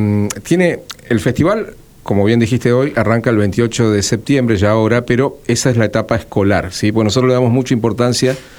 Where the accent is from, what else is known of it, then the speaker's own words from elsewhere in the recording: Providencia, Santa Fe, Argentina; moved away as an adult; now in Santa Fe, Argentina; Yo vengo de Providencia, ¿sí? Yo vine a estudiar a la universidad pública, no tenía conocidos en Santa Fe